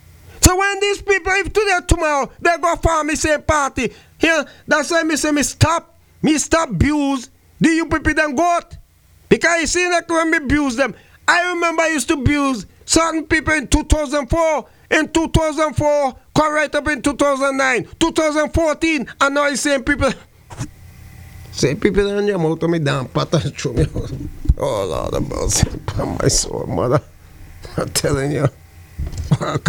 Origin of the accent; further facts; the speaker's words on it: St. Kitts & Nevis; We have one of the, when it comes to inside my hometown, St. Kitts, Nevis, just around the corner, have more crime.